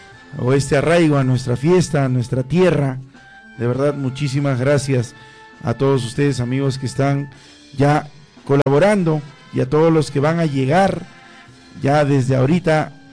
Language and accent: Spanish; Coracora, Ayacucho, Peru; todos los coracoreños seamos, pues, los chamiseros 2026.